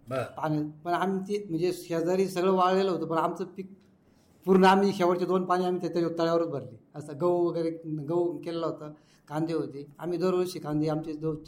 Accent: Maharashtra, India; तिथं आमचा जन्म वगैरे सगळं तिथेच झाला.

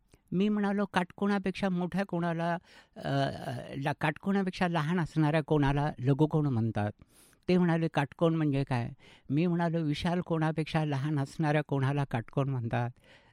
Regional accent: Dongaon, Maharashtra, India; now in Ahilyanagar, India; मूळ जामखेड तालुक्यातील डोणगाव या छोट्या गावचं आहे.

